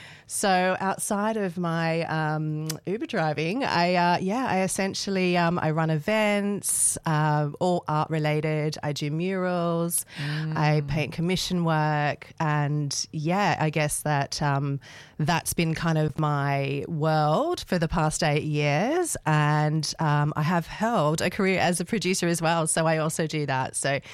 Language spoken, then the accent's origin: English; Sydney, New South Wales, Australia; moved away as an adult; now in Northern Rivers, Australia; But yeah, I am a local now. I'm originally from Sydney, but I have moved to the Northern Rivers about the end of last year.